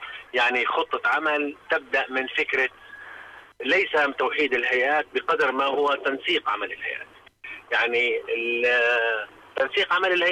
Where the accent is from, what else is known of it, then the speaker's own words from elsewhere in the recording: Jordan; احنا في عندنا بالاردن